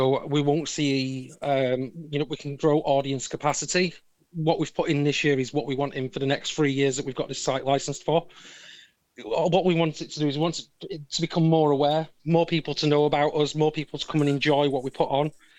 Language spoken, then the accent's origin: English; Manchester, North West England, United Kingdom; now in Dornoch, United Kingdom; I'm originally from Manchester